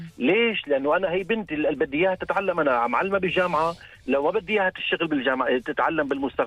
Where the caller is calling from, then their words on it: Syria; أنا نحن مثلا أنا من سوريا مثلا، أنا من سوريا